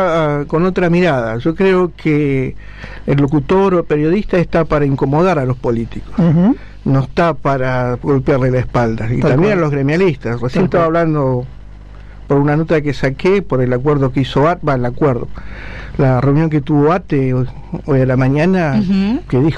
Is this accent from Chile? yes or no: no; Comodoro Rivadavia, Chubut, Argentina; now in Neuquén, Argentina; Yo no soy neuquino, yo vengo de Comodoro Rivadavia.